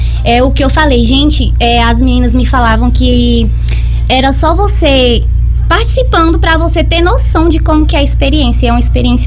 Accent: Brazil; Nasci na Agrovila 2, na casa do meu vô Dete.

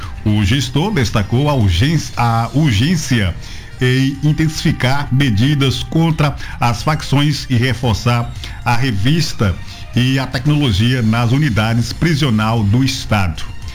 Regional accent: Brazil; Nós somos brasileiros

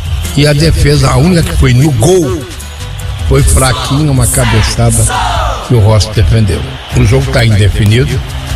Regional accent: Brazil; Porque eu sou brasileiro, certo?

